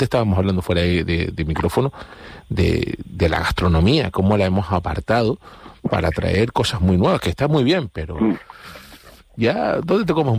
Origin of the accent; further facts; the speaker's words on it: Playa Santiago, Canary Islands, Spain; mi pueblo, Playa Santiago